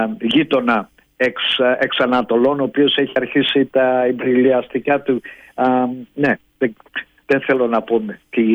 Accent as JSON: {"language": "Greek", "country": "Greece", "moved": "yes", "lives_now": "New Zealand", "said": "Εμείς σαν Έλληνες"}